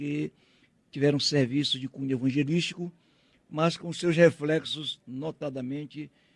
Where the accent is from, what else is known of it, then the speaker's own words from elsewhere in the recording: Pará, Brazil; o Pará é minha terra